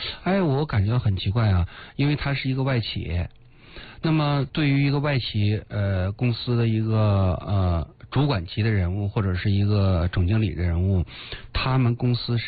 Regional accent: China

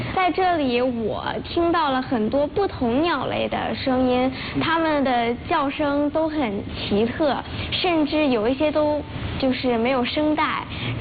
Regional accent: Beijing, China; 今年10岁了，我来自北京。

